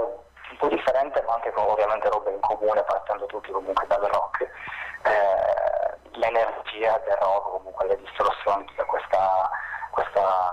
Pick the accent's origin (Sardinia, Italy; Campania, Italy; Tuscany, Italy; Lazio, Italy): Sardinia, Italy; now in Turin, Italy; io sono l'unico che non è propriamente della città, sono arrivato dalla Sardegna.